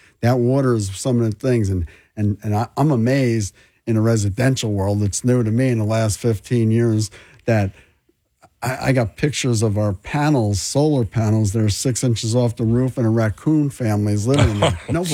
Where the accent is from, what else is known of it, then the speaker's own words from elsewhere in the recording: New Jersey, United States; moved away as an adult; now in South Jersey, United States; I'm from North Jersey, I moved to South Jersey or the shore area about 30 years ago.